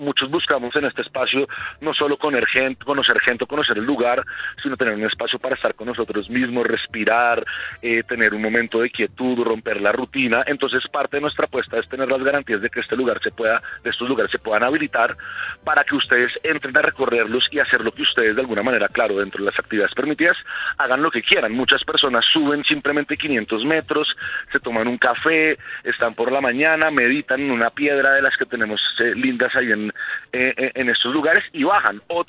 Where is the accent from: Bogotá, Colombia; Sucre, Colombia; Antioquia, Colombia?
Bogotá, Colombia